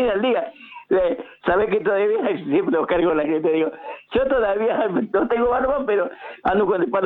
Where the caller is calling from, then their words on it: Castelar, Buenos Aires Province, Argentina; Estoy en la zona de Castelar y vendría a ser esto.